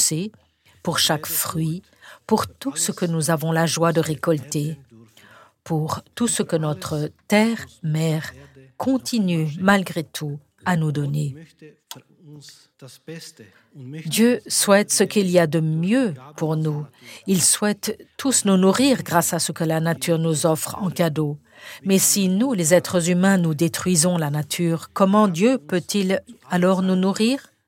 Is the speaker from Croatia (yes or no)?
yes; Croatia; moved away; Je suis originaire de Croatie